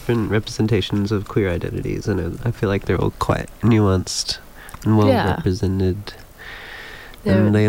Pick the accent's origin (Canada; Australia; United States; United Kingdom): Australia; Sunshine Coast, Queensland; Like where I grew up on the Sunshine Coast